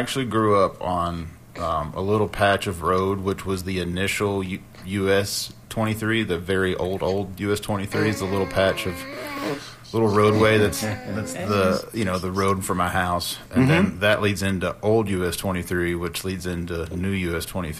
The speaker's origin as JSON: {"language": "English", "town": "Louisa", "region": "Kentucky", "country": "United States", "tie": "born or raised there", "said": "from Louisa, Kentucky, which is in Lawrence County. And, yeah, I grew up within the city limits, so I'm proud to be Louisa boy."}